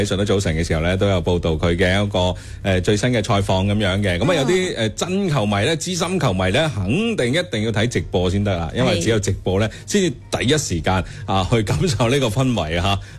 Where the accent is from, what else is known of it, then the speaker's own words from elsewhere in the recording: China; 我哋中国人咧系黑眼珠嘅